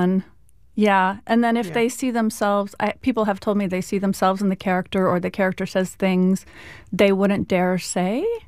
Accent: New York, United States; I grew up in New York, but San Diego is my ancestral homeland. My dad is from here.

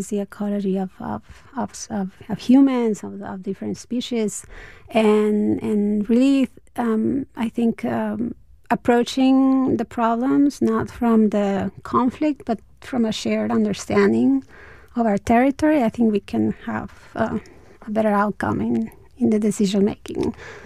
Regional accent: Tijuana, Baja California, Mexico; English is a second language; also born or lived in San Diego, United States; I grew up in Tijuana up until high school and I didn't speak English well until I started my college here.

